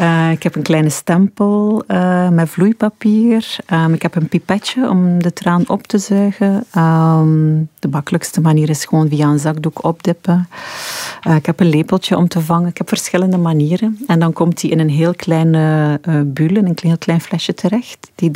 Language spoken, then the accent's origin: Dutch; Flanders, Belgium; accent: Flemish; mijn accent gaan doen denken aan die Vlamingen die daar kwamen helpen.